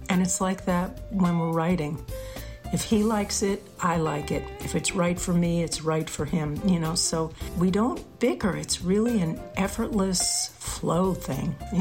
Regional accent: East Coast, United States; now in San Francisco, United States; I grew up on the East Coast.

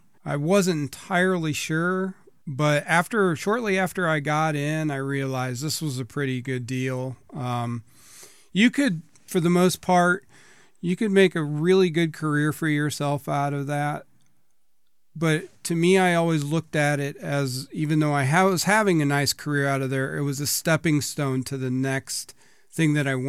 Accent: Illinois, United States; So I grew up in Central Illinois, and I graduated from Williamsville High School, which is just a little bit north of Springfield.

